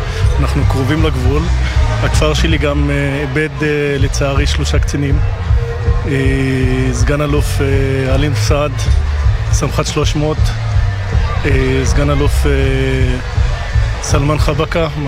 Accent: Yanuh, Northern District, Israel; אני בן 46, נשוי לתגריד ואבא לניל, רם ולורן, גר בינוך, גדלתי בינוך

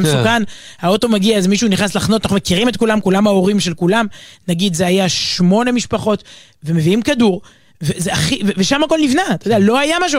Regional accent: Herzliya, Tel Aviv District, Israel; אני ממש זוכר את הילדות שלי בהרצליה

